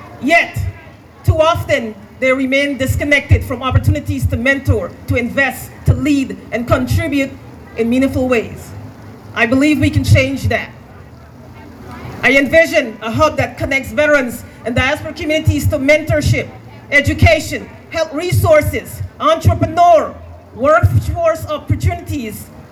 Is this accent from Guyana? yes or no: yes; Guyana; born there; moved away; also born or lived in United States; I was born in Guyana, a nation whose story is rooted in resilience, perseverance, and possibility.